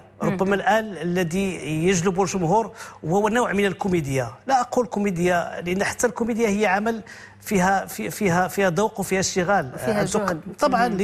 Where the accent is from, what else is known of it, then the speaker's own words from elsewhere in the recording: Meknes, Fès-Meknès, Morocco; اخترت مكناس لأنها مدينتي